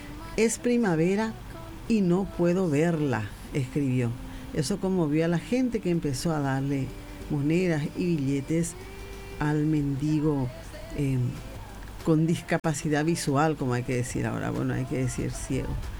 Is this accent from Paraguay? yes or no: yes; Paraguay; los herederos del legado guaraní, somos los paraguayos, únicos en el mundo.